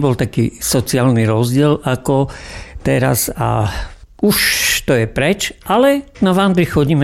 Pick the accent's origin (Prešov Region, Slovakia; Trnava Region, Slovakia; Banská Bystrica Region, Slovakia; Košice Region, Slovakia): Prešov Region, Slovakia; Prešov; pochádzam z Prešova